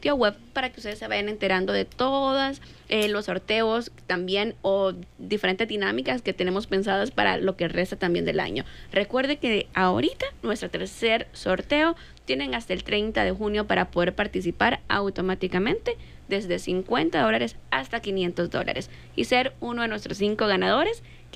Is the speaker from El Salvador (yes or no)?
yes; El Salvador; nosotros como salvadoreños